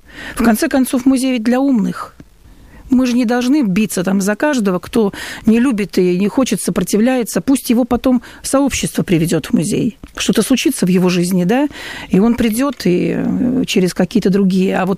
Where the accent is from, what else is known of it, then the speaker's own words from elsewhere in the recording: Saint Petersburg, Russia; moved away; Я их, как питерская, заметила